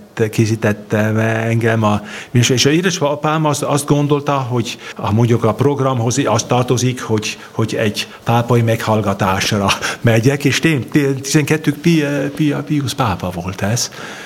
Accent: Vienna, Austria; born there; Hungarian is a second language; és édesapám osztrák volt, és én Bécsben születtem, de valahogyan mindig közel voltak a magyar rokonaink. Édesanyám próbált nekünk velünk magyarul is beszélni, és nem nagyon sikerült

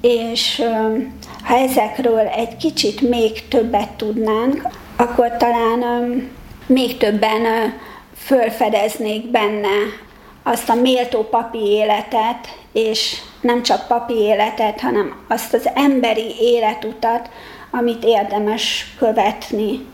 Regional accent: Budapest, Hungary; Rádöbbentem, hogy én itt ezekben az utcákban látó gyermekként születtem, de amikor a látásomat elveszítettem, akkor bekerültem a vakok iskolájába, aztán a Teleki Blanka gimnáziumba jártam, az is itt Zuglóban

